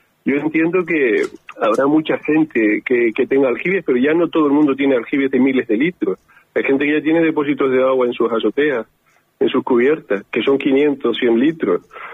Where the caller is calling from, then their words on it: Máguez, Canary Islands, Spain; Yo vivo en Magis. Que es una localidad del municipio de Daría, está muy cerca del casco de Daría